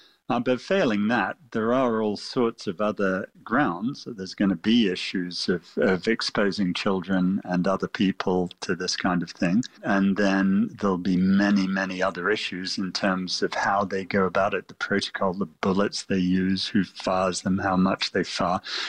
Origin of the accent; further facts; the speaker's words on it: United States; And I hope that they don't view us all, I'm American, they don't view us all through the same lens.